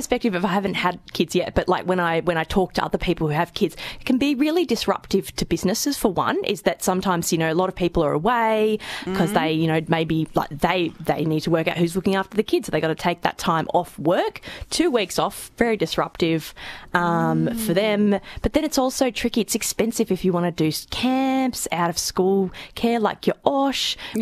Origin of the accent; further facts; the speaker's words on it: New South Wales, Australia; moved away; I am from New South Wales